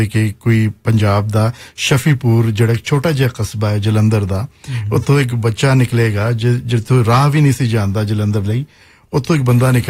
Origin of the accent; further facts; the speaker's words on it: Punjab, Pakistan; ਮੈਂ ਇਹ ਵੀ ਦੱਸਣਾ ਚਾਹੁੰਦਾ ਕਿ ਮੈਂ ਲਹਿੰਦੇ ਪੰਜਾਬ ਤੋਂ ਹਾਂ ਭਾਜੀ ਚੜ੍ਹਦੇ ਪੰਜਾਬ ਤੋਂ ਨੇ